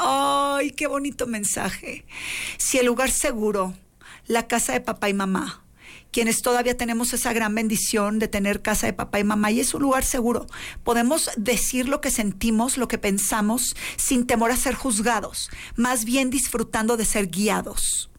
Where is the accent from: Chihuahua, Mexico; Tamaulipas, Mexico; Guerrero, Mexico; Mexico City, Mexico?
Tamaulipas, Mexico; Nuevo Laredo; born there; now in Coahuila, Mexico; Soy de Nuevo Laredo, Tamaulipas, ustedes ya saben, y así me aceptaron y así me quieren. Arriba Tamaulipas también. Y arriba Coahuila, por supuesto, porque soy coahuilense ya por millones de años, soy dinosaurio de Tamaulipas. Aquí me encanta porque vine a florecer a Coahuila.